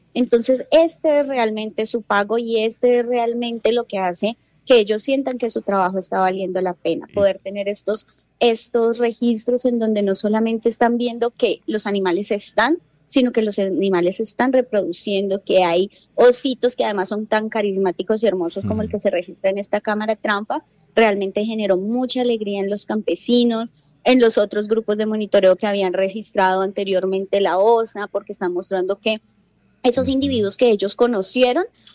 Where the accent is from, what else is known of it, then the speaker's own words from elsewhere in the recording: Huila, Colombia; nos debe hacer sentir muy orgullosos como huilenses y como colombianos